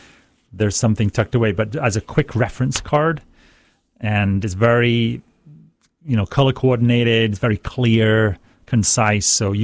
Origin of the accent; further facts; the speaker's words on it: United Kingdom; now in California, United States; I'm from the United Kingdom